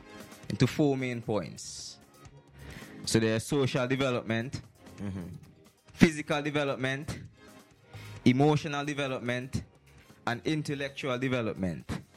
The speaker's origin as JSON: {"language": "English", "town": "Kingston", "region": "Kingston Parish", "country": "Jamaica", "said": "I'm from Central Kingston."}